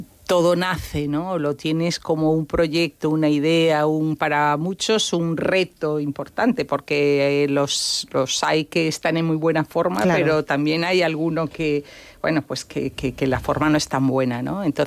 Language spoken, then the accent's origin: Spanish; A Coruña, Galicia, Spain; aunque la mayoría somos de La Coruña, o el origen es La Coruña, pero al final nos hemos ido desperdigando por ahí.